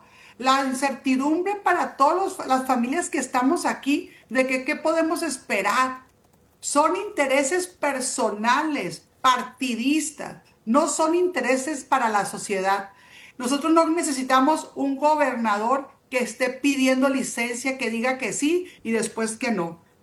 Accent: Sinaloa, Mexico; el centro de la gobernanza aquí en Sinaloa no somos los sinaloenses

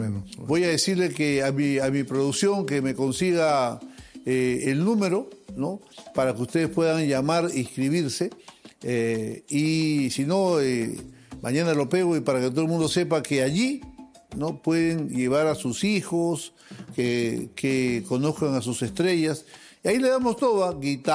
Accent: Peru; soy peruano

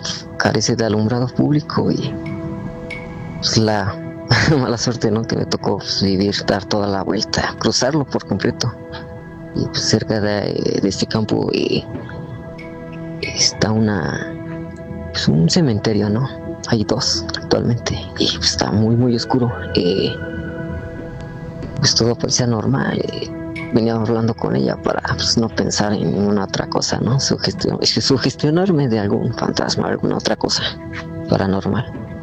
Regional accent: Toluca, State of Mexico, Mexico; Soy de Toluca y no daré muchos detalles de dónde ocurrió esto

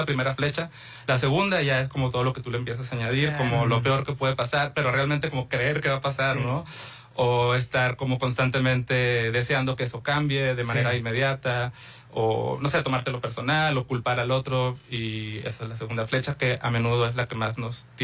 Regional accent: Mexicali, Baja California, Mexico; Yo soy de Mexicali.

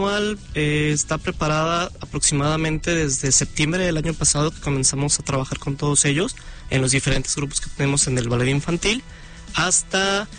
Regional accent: Jalisco, Mexico; nuestro importantísimo estado de Jalisco

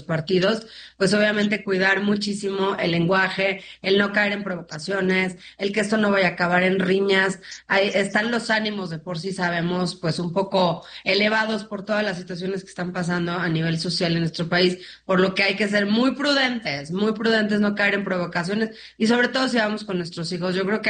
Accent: Mexico; somos mexicanos

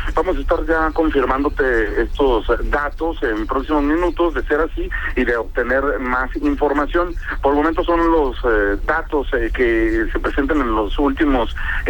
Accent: Mexico; todos somos bien mexicanos

